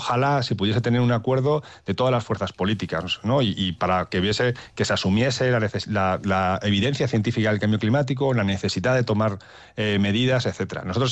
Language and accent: Spanish; Castile and León, Spain; En mi pueblo, que es la provincia de Burgos, hay muchísimos molinos